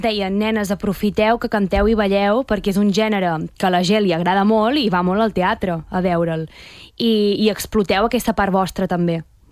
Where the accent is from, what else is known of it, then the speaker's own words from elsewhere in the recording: Menorca, Balearic Islands, Spain; now in Barcelona, Spain; jo sóc de Menorca